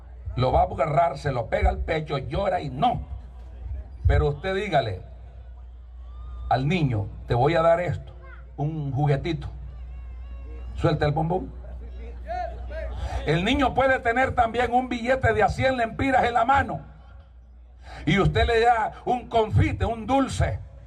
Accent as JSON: {"language": "Spanish", "country": "El Salvador", "tie": "born or raised there", "also_born_or_lived": "Namasigüe, Choluteca, Honduras", "said": "Yo nací en Namasivo, Choluteca. Todos mis 22 hermanos más son nacidos acá. Pero yo me crecí con mi abuela en El Salvador."}